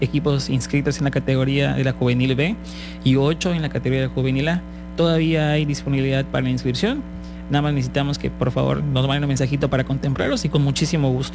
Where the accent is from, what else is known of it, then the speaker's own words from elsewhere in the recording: Mexico; somos México.